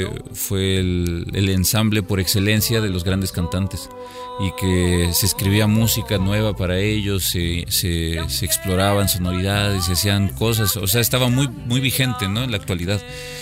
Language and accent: Spanish; Querétaro, Mexico; Nosotros somos queretanos, los trompetistas son oaxaqueños, un violinista es de San Luis Potosí.